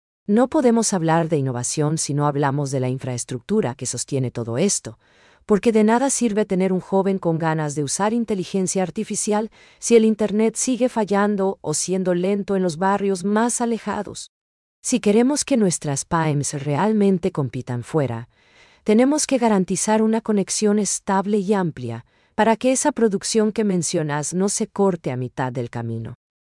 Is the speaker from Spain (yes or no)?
no; Paraguay; nosotros como paraguayos